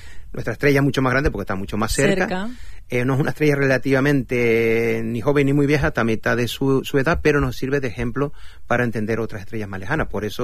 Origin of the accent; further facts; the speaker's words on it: La Palma, Canary Islands, Spain; los que somos de La Palma